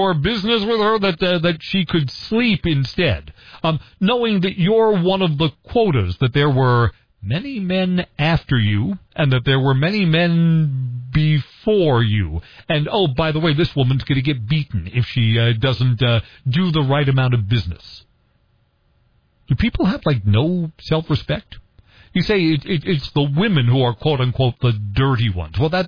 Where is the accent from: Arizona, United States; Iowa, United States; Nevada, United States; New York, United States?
New York, United States; New York City; moved away; the city that used to be my hometown.